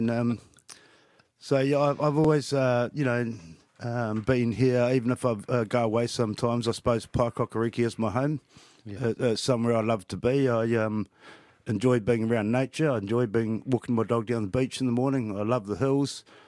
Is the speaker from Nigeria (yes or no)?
no; Paraparaumu, Wellington, New Zealand; So when I was a kid, I grew up in Parramatta, but we whakapapa back to Rakiura, Stewart Island, Ngāti Māmoe.